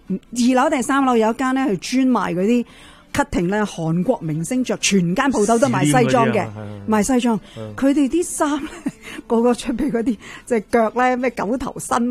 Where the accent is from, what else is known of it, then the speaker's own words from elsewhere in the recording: Canada; 我哋加拿大人咧有两个双重身份咧